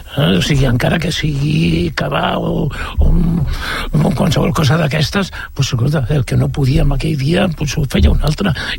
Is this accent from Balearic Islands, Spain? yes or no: no; Barcelona, Catalonia, Spain; jo soc de Barcelona, jo sí, granges tampoc sabia en el seu moment